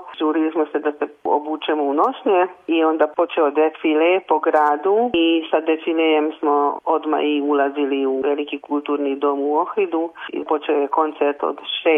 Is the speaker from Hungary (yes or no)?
yes; Hungary; jedino mi smo bili iz Mađarske, dakle nije bila van zemlje nikakva grupa, jedino mi smo bili pozvani